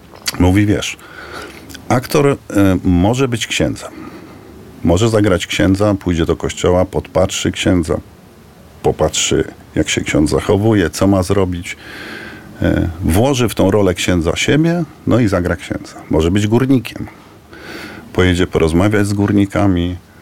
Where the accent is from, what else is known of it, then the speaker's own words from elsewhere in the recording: Warsaw, Masovian Voivodeship, Poland; born there; I w 68 roku moi rodzice razem z moją siostrą przeprowadzili się z Krakowa do Warszawy. Ja się urodziłem w Warszawie, tak.